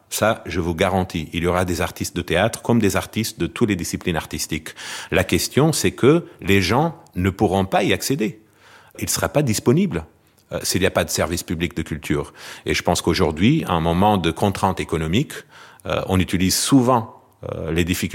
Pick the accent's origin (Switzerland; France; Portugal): Portugal; et ça j'ai le droit de le dire en tant que Portugais, sans être chauvin